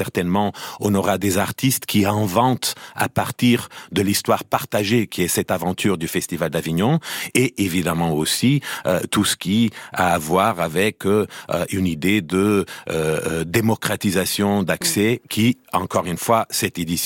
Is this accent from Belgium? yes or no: no; Portugal; et je parle avec tout toute complètement à l'aise parce que je suis portugais